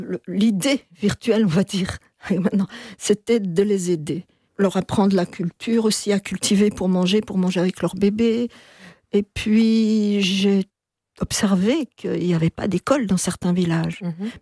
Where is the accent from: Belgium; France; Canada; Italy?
Belgium; also born or lived in Rwanda